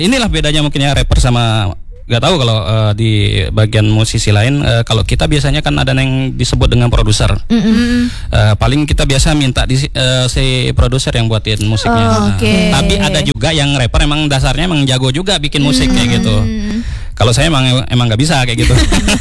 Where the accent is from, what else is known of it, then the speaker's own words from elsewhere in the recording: West Nusa Tenggara, Indonesia; Saya lahir di sana, saya besar di sana.